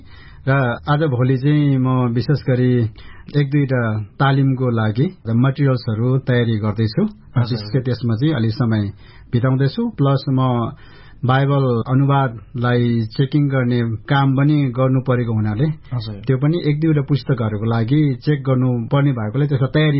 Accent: Lamjung District, Gandaki Province, Nepal; Nepali is a second language; मेरो जन्म लमजुङ जिल्लाको त्यति बेलाको नौथर गाविसमा वडा नम्बर 2 बाँसपोड गाउँ भन्छ, त्यहाँ मेरो जन्म भएको हो र म त्यहाँ हुर्केको हुँ।

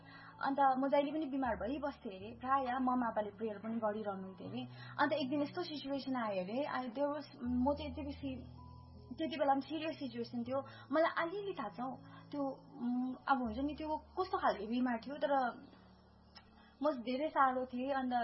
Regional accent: Ravangla, Sikkim, India; born there; 18 September 2000 सालमा राबङला हस्पिटलमा म जन्मेको.

